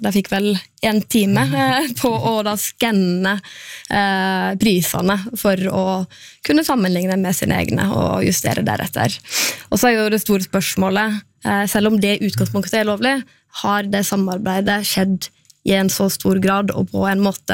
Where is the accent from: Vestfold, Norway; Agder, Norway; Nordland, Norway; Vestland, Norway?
Vestland, Norway; Gloppen; Ja, jeg møtte han en gang, jeg vet ikke hvor gammel det var da, 5, 6, 7 år, da han besøkte heimkommunen min.